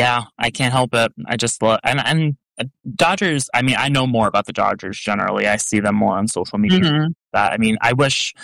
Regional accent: Pennsylvania, United States; I'm from Pennsylvania and I'm from very close to Philadelphia

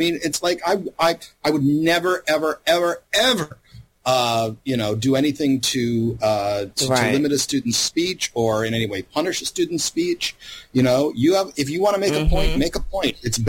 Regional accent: Louisiana, United States; And I'm like, I grew up mostly in Louisiana.

